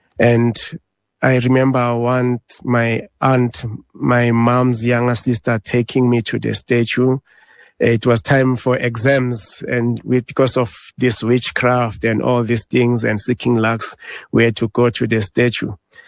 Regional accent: Lesotho; born there; also born or lived in South Africa; I grew up in Lesotho. My mom sent me to Lesotho because of trying to get rid of, trying to protect me from crime and so forth, because South Africa was rife at that time.

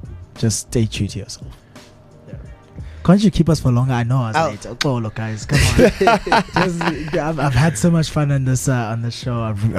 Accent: Eastern Cape, South Africa; Fortunately, we're from the Eastern Cape

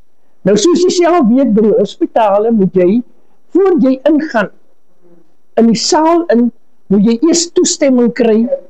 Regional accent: Mossel Bay, Western Cape, South Africa; Ek is baie bevoorreg gewees om hier in Mosselbaai gebore te word, nommer 121 Tarka Mosselbaai. Ek is in Bokralletjie is ek gebore.

